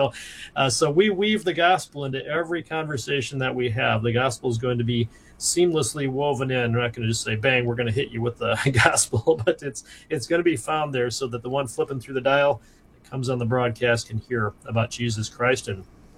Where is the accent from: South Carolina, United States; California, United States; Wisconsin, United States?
Wisconsin, United States; so I grew up in Wisconsin, and we called it forensics. I don't know what they call it in Texas, but that was speech, was forensics.